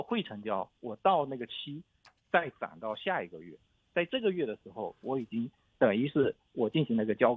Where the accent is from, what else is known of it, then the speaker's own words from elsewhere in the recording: South China, China; accent: South China; 啊，对的。